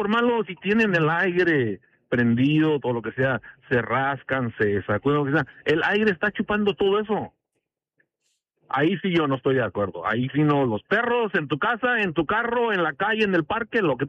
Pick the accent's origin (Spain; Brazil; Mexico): Mexico; moved away; me crié con perros en México, lindo y querido